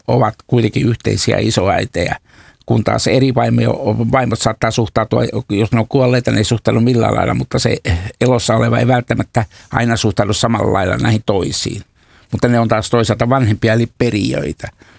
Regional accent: Eastern Finland, Finland; meillä Itä-Suomessa on tietysti ollut niin kuin tämä perheet on niin kuin kasvaneet ja olleet koko ajan yhdessä aivan eri lailla kuin Länsi-Suomessa.

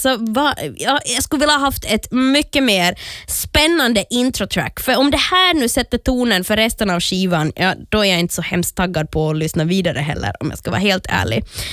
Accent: Jakobstad, Ostrobothnia, Finland; Jakobstad där jag är född och uppvuxen och spenderar mycket tid.

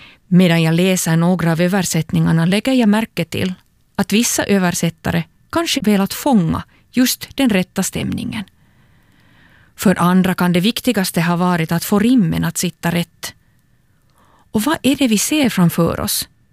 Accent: Turku, Southwest Finland, Finland

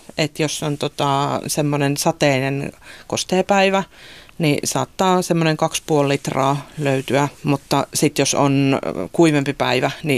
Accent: Mikkeli, South Savo, Finland; moved away; Mä oon kuitenkin syntyperäinen otavalainen, ollut välillä muualla, ja sitten kun palasin tänne, mutta kun mä oon aiemmin asunut tuolla toisella puolella Otavaa

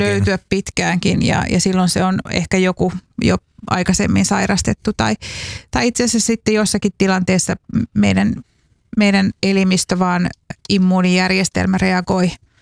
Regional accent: Saarijärvi, Central Finland, Finland; Joo, nyt täytyy sanoa, että mähän olen Saarijärveltä kotoisin.

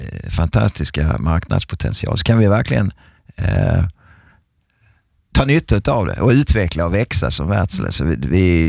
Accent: Skåne, Sweden; moved away as an adult; now in Vaasa, Finland; ni vet ju att jag kommer från Sverige och Skåne

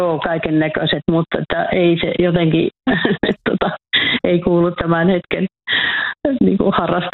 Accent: Mänttä, Pirkanmaa, Finland; now in Kotka, Finland; Tyttären luona itse asiassa ollaan täällä, niin melkein on ollut Kotkassa tai sitten jossain muualla ja tietysti nuorempana, niin siellä kotipaikkakunnalla Mäntä

